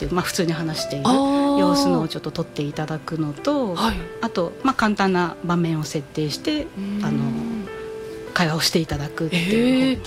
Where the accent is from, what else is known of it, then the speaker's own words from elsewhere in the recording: Amami Ōshima, Kagoshima, Japan; 私も確かに島の出身ではありますけど